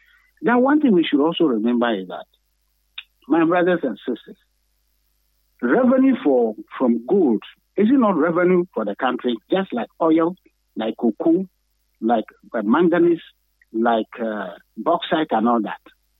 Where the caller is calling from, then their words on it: Takoradi, Western Region, Ghana; I'm calling from Takoradi.